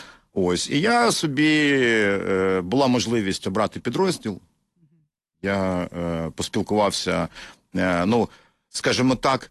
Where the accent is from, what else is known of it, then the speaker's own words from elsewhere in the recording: Poltava, Poltava Oblast, Ukraine; я взагалі-то з Полтави.